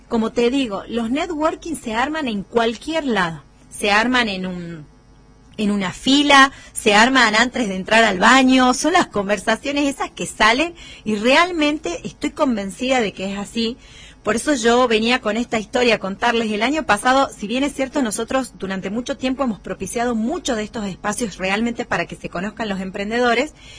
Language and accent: Spanish; Jujuy, Argentina; los jujeños, que nos cuesta un montón, porque eso también, nosotros somos collas, somos para adentro